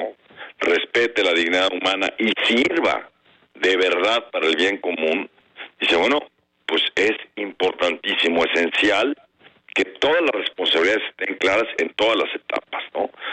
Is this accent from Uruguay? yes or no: no; Mexico